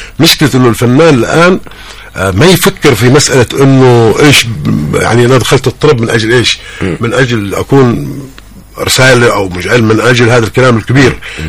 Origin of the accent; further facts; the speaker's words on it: Hadhramaut, Yemen; نحن كفرق موسيقية من حضرموت هنا